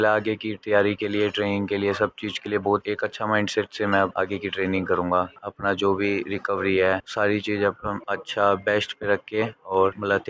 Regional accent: Delhi, India

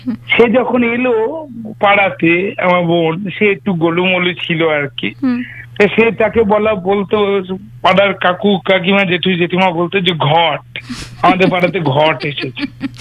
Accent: Dakshin Dinajpur district, West Bengal, India; born there; also born or lived in Murshidabad; now in Malda, India; মুর্শিদাবাদ থেকে একটি পরিবার দক্ষিণ দিনাজপুর জেলার একটি শহরে গিয়ে পৌঁছলো 2006 সালে। তখন আমার 6 বছর বয়স।

